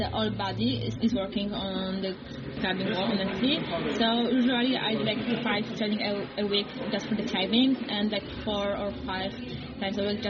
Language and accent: English; Poland; English is a second language; I'm from Poland